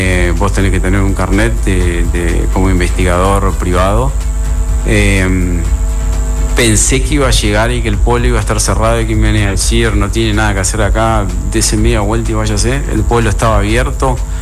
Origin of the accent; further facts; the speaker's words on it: Argentina; soy argentino, pero vengo de un sistema americano y las leyes, todo es muy estricto.